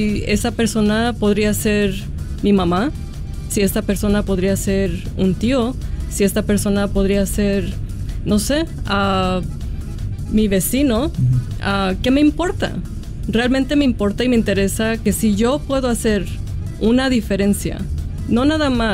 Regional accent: Jalisco, Mexico; now in Aurora, United States; Soy mexicana. Soy de Jalisco, eso. Con más exactitud. la típica jalisciense, ¿no? Uh-huh. Vivo en Aurora.

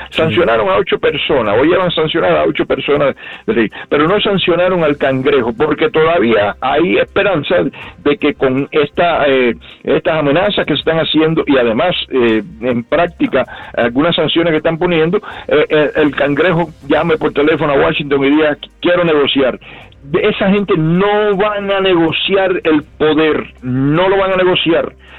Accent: Cuba; sí quiero la libertad de mi pueblo

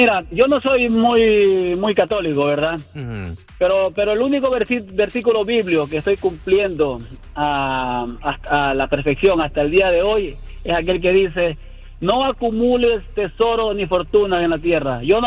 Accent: Dominican Republic; No, yo soy dominicano.

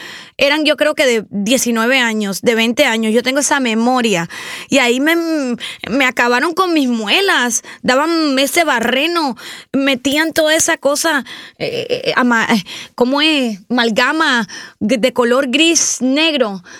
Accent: Cuba; moved away; Yo me crié en Cubita la Bella.

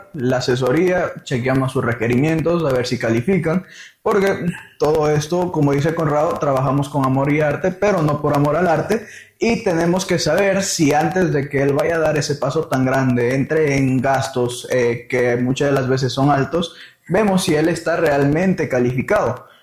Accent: Ecuador; moved away; Yo soy de Ecuador.

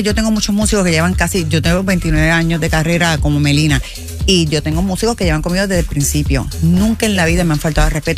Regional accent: Puerto Rico; Lo que pasa es que es así, y si somos puertorriqueños igual, lo dejamos todo para el último día.

